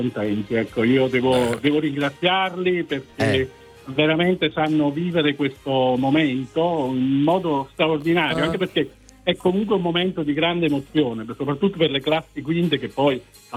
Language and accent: Italian; Ravello, Campania, Italy; Sono di Ravello